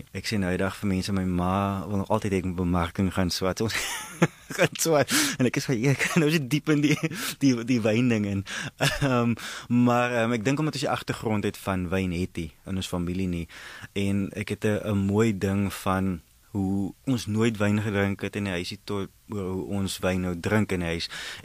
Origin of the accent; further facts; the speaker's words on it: Riversdale, Western Cape, South Africa; Riversdal, ek is laerskool en hoërskool daar, so daar ek is na die landbouskool toe, Oakdale, hoër landbouskool Oakdale toe